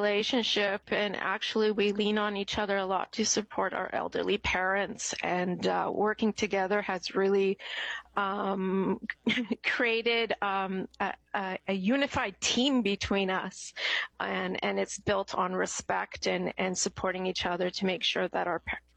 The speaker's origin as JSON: {"language": "English", "country": "Canada", "lives_now": "Winnipeg, Canada", "said": "I'm a first-generation Canadian"}